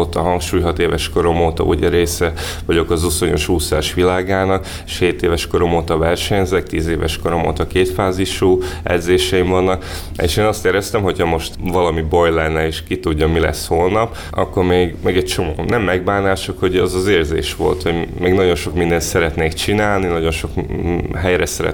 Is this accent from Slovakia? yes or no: yes; Felvidék, Slovakia; Ugye én felvidéki származású vagyok